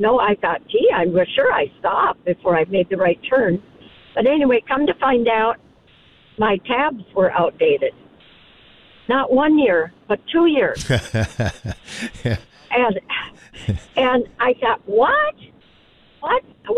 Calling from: Davenport, United States; Hi. I'm from Davenport.

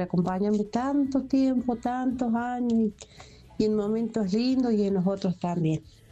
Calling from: Argentina; de Jardín

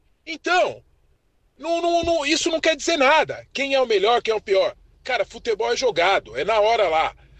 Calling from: Santos, São Paulo, Brazil; sou aqui de Santos

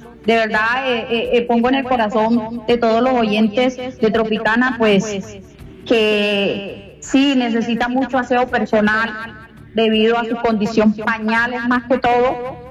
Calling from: Cartagena, Bolívar, Colombia; vivo en Pasacaballo

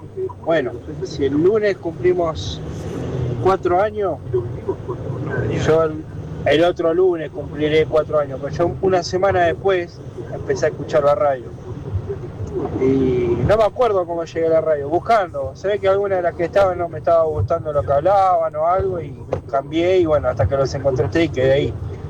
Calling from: Buenos Aires, Argentina; de Soldati, hincha de Boca.

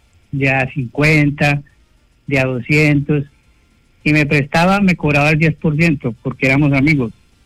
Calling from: Acacías, Meta, Colombia; Llamo de Acacias Meta.

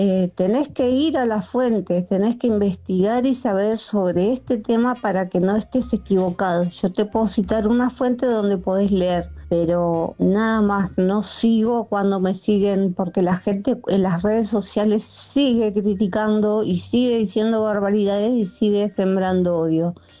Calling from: Cipolletti, Río Negro, Argentina; de Chipolete y Río Negro.

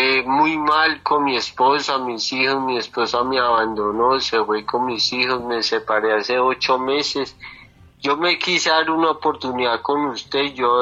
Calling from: Fusagasugá, Cundinamarca, Colombia; De aquí es Fusagasugá

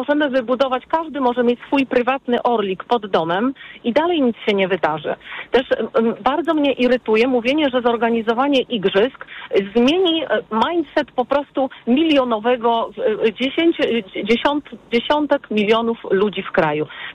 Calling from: Warsaw, Masovian Voivodeship, Poland; jako osoba 50-kilkuletnia, mieszkająca w Warszawie

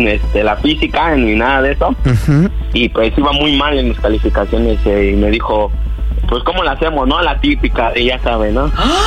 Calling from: Mexico City, Mexico; aquí desde la Ciudad de México.

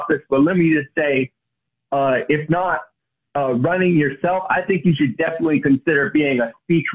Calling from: Homewood, Alabama, United States; from Homewood.

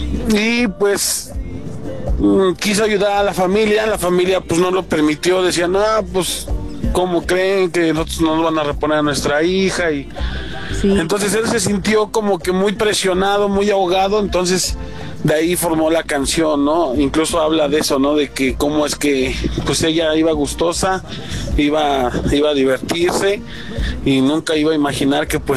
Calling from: Calimaya, State of Mexico, Mexico; soy aquí de Zaragoza, en el Estado de México, en Toluca, que es municipio de Calimaya.

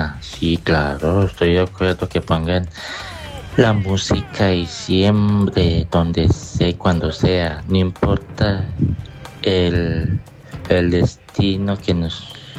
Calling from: Colombia; sentir que somos colombianos.

